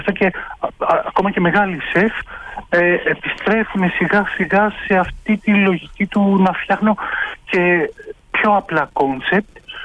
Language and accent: Greek; Greece; όσο αφορά εμάς σαν Έλληνες.